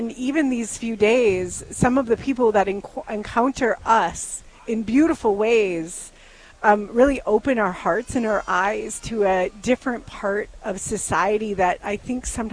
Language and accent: English; North Dakota, United States; now in Fargo, United States; I was born and raised in North Dakota, central North Dakota, but I lived in Fargo for over 30 years now.